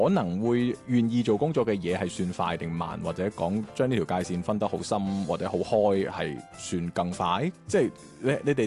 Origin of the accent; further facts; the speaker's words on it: Guangzhou, Guangdong, China; 即係我自己作為一個廣州人呢，我都覺得其實自己節奏唔算慢㗎啦。